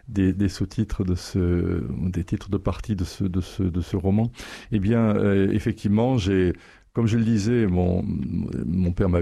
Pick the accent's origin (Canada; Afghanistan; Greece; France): France; Guéret, Nouvelle-Aquitaine; born or raised there